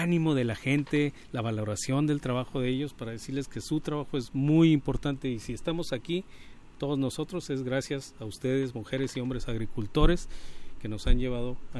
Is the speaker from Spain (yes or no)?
no; Mexico; now in Cuatro Ciénegas, Mexico; todos estos herbívoros que también son parte de la alimentación que tenemos los mexicanos.